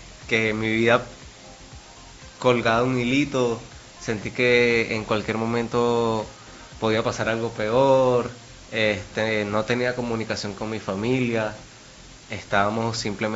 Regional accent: Venezuela; como venezolanos tenemos que estar más unidos.

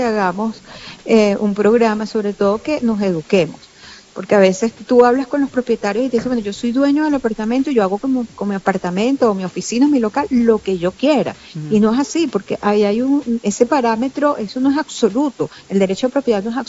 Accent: Venezuela; yo también vivo en Venezuela

